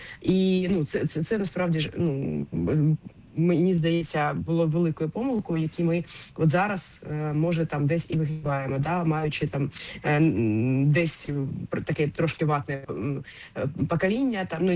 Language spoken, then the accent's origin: Ukrainian; Kharkiv, Kharkiv Oblast, Ukraine; я ж кажу, що я сама із Харкова, і я ще жила геть недалеко від цього будинку, я добре його знаю.